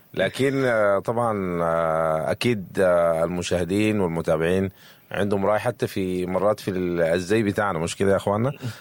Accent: Sudan; كلنا يا جماعة في الأيام دي كسودانيين

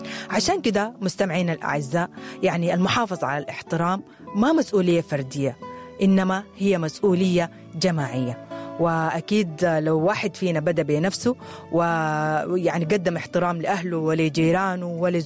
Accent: Sudan; فمجتمعنا السوداني من أجمل القيم اللي بنعرف بها يعني إحنا كسودانيين هي احترام الكبير، وإننا كمان ما بننسى الصغير وبنحترم الأصحاب وبنكرم الضيف

